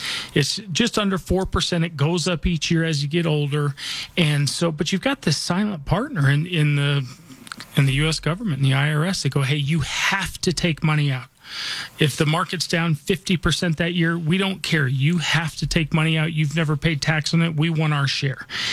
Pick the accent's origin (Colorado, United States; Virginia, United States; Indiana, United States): Colorado, United States; Denver; I was born and raised here in Denver. This is where I call home. This is where I'm raising my family.